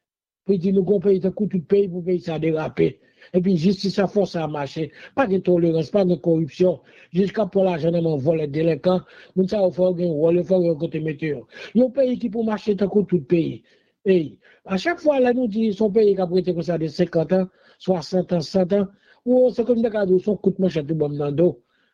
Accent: Valais, Switzerland; moi j'aime bien tibou, mais moi je suis du Valais.

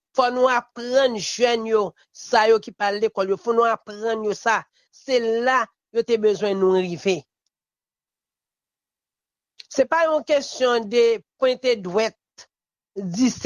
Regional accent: Haiti; Et moi-même, en tant qu'Haïtien

